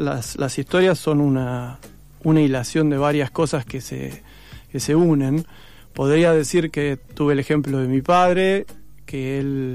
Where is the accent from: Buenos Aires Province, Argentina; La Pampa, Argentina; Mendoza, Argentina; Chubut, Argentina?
Chubut, Argentina; Trelew; now in Buenos Aires, Argentina; Sí, yo soy de Trelew.